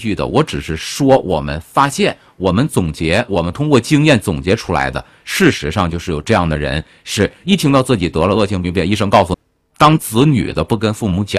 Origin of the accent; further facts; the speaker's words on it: China; 我们中国人